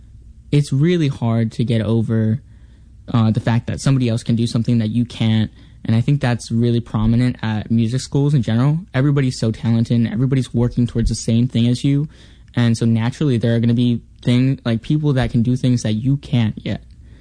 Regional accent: Waipahu, Hawaii, United States; moved away as an adult; now in Boston, United States; I'm from Waipahu. I graduated from Roosevelt High School, and I'm currently finishing up my last year here at Berklee College of Music here at Boston.

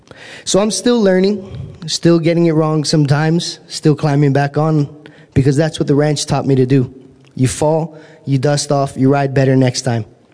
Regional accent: Paauilo, Hawaii, United States; moved away as an adult; also born or lived in Los Angeles; I am from the Hamakua side of the Big Island, Pa'owilo. I'm born and raised out there on that side of the island. I grew up on a cattle ranch.

